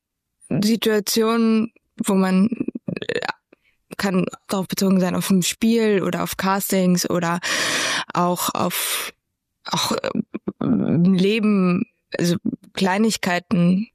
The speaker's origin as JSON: {"language": "German", "country": "Germany", "said": "okay, ich bin aus Deutschland, woher kennst du mich?"}